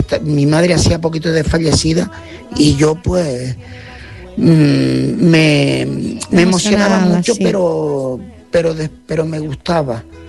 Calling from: Tejina, Canary Islands, Spain; el de Tejina

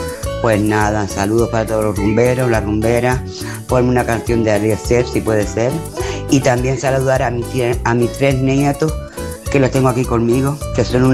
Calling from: San Isidro, Canary Islands, Spain; soy ella de San Isidro

